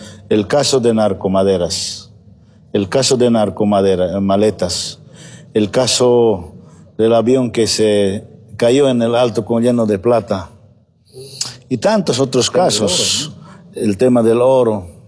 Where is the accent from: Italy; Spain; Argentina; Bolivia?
Bolivia; como bolivianos debemos analizar